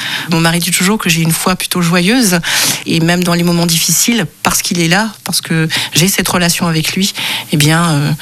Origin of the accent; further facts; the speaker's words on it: Cameroon; Et c'est pas du tout à ma voix que vous pouvez constater que je suis camerounaise.